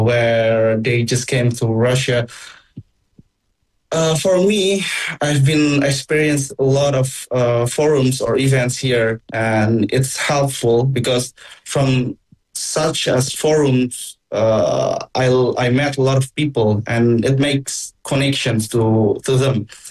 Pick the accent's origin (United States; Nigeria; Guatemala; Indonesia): Indonesia; English is a second language; I told them that I'm from Indonesia, and they do not know about Indonesia.